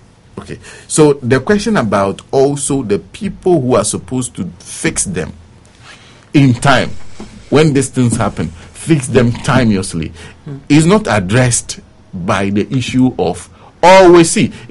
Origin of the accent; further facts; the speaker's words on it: Sogakope, Volta, Ghana; you are coming from my hometown of Sogakope.